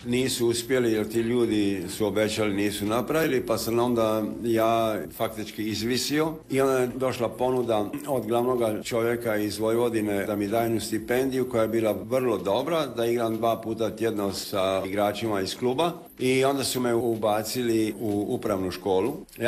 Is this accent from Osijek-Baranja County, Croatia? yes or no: no; Split, Split-Dalmatia County, Croatia; also born or lived in New York, United States / London, United Kingdom / Munich, Germany; Kad ste rekli Splićanin, da, ja sam rođen u Splitu, u Belom Varešu, gdje sam fetivi Splićani.